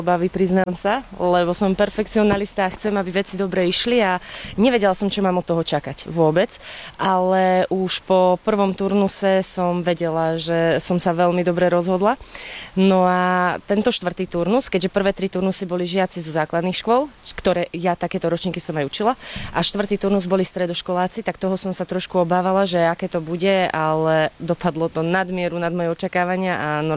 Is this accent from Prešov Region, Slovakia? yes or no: no; Lučenec, Banská Bystrica Region, Slovakia; moved away as an adult; now in Bratislava, Slovakia; Pochádzam z Lučenca, ale 10 rokov žijem v Bratislave